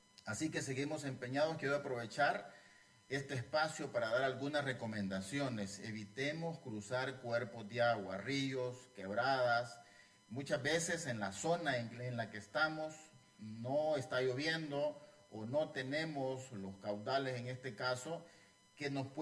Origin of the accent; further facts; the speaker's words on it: El Salvador; es una responsabilidad como salvadoreños